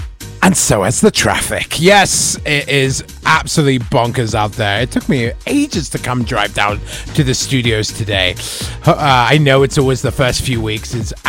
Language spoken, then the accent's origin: English; England, United Kingdom; moved away; I'm from England, so I say noughties.